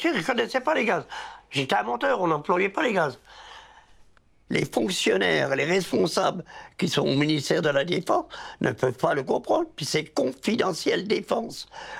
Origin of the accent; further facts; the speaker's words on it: Belfort, Bourgogne-Franche-Comté, France; born there; Je suis né à Belfort. Je suis issu d'une famille de militaires.